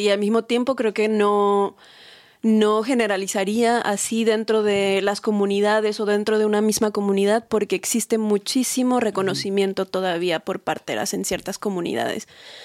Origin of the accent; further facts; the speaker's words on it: Mexico City, Mexico; Porque yo, por ejemplo, soy originaria de Ciudad de México